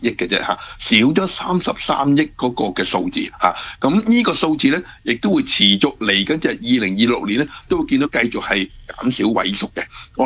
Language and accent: Cantonese; Canada; 其实我哋加拿大人